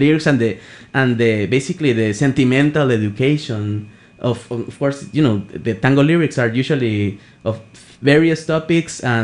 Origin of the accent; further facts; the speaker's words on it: Guatemala; moved away as an adult; now in New York, United States; I am from Guatemala. I was born there in 1974.